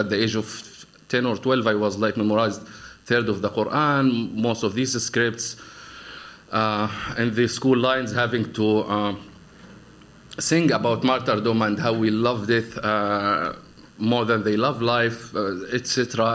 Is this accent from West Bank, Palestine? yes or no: no; Gaza City, Gaza Strip, Palestine; I was born in Arimal neighborhood, which is in the heart of Gaza City. You have the Gaza Strip and you have the Gaza City, which is in the middle. And as everyone else, I was just born there.